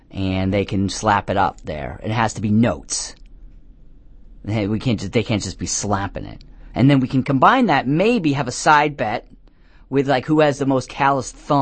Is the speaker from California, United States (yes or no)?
no; Rhode Island, United States; You know, people in the New York area, we have great water here. I grew up in Rhode Island that has, I don't know what's in that water, but whatever it is, it makes people stay, never leave Rhode Island.